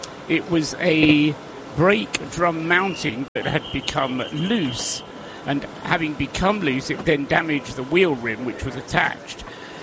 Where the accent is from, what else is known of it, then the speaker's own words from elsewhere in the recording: England, United Kingdom; And I mean, as English people, we just take that for granted.